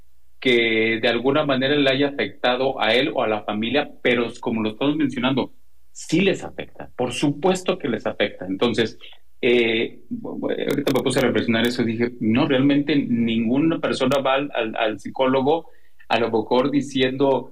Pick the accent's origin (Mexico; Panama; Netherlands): Mexico; yo soy de México.